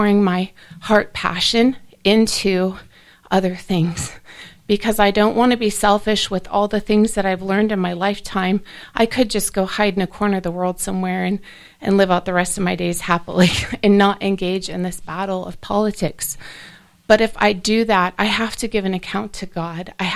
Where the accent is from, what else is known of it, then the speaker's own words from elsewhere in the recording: South Dakota, United States; moved away; I was born and raised in South Dakota.